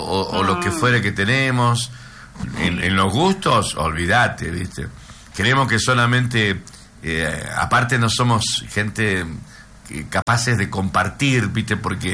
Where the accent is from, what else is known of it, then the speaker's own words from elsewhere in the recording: Argentina; somos argentinos